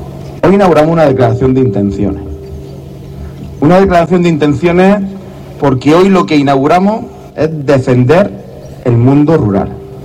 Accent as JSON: {"language": "Spanish", "town": "María", "region": "Andalusia", "country": "Spain", "said": "yo no soy de Pérez Rubio, yo soy de María, de un pueblo vecino y hermano"}